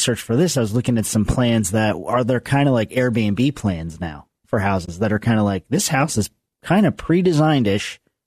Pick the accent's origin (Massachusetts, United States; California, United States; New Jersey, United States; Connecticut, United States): New Jersey, United States; where I grew up on the Jersey Shore